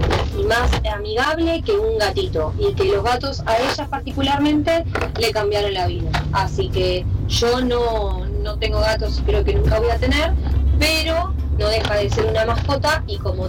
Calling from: Villa Ballester, Buenos Aires Province, Argentina; de Ballester.

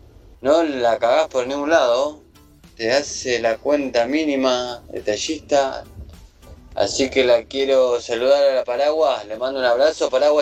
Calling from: González Catán, Buenos Aires Province, Argentina

